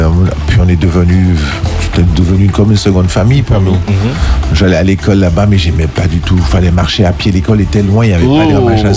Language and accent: French; Petit-Canal, Guadeloupe, France; born there; also born or lived in Pointe-à-Pitre; on a quitté Petit Canal, on est allé à Pointe-à-Pitre.